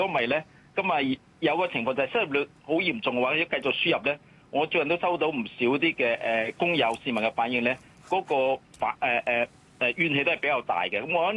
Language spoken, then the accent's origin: Cantonese; Hong Kong; 便利我哋香港人翻去內地嗰個安老咯。